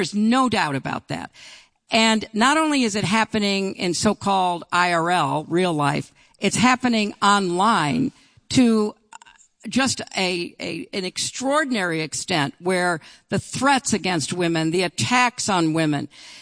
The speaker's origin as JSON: {"language": "English", "region": "New York", "country": "United States", "said": "But I'm not a Mainer. I'm a New Yorker."}